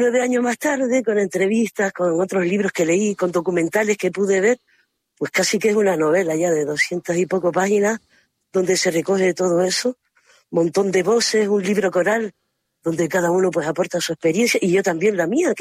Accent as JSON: {"language": "Spanish", "town": "Ingenio", "region": "Canary Islands", "country": "Spain", "tie": "born or raised there", "said": "yo soy de Ingenio, me crié en el sureste de Gran Canaria. Eso está lleno de cultivos de tomateros, me crié así."}